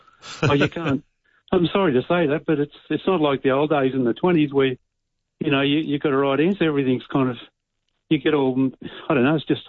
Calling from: Canberra, Australian Capital Territory, Australia

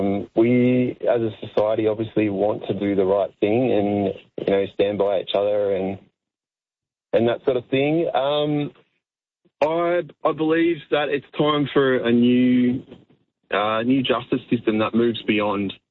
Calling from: Ballarat, Victoria, Australia; Good morning, Australia, from Ballarat.

